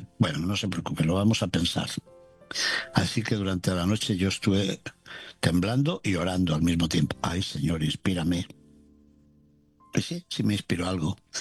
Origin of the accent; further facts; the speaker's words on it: León, Castile and León, Spain; la boda se celebraba en León, en mi ciudad natal